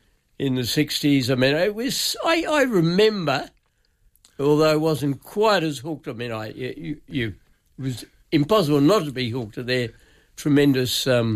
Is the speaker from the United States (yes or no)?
no; Sydney, New South Wales, Australia; I grew up in Earlwood. Mm. I was born there, grew up there, and when I was at school, I went to Canterbury High.